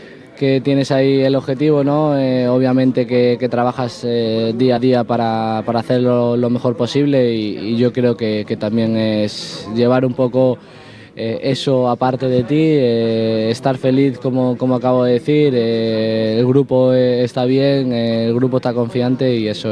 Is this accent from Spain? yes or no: yes; Extremadura, Spain; born or raised there